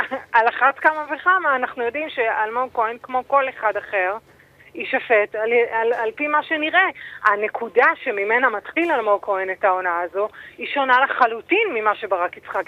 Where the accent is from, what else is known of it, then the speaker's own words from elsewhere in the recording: Jerusalem, Jerusalem District, Israel; כירושלמית, כביתרית